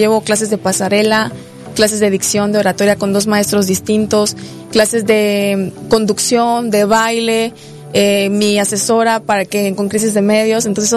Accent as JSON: {"language": "Spanish", "region": "Chiapas", "country": "Mexico", "said": "Yo soy chiapaneca y conozco perfectamente de todos los problemas que se viven día a día acá."}